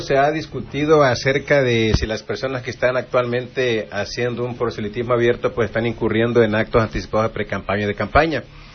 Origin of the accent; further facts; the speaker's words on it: Mexico; Yo soy más mexicano que los nopales.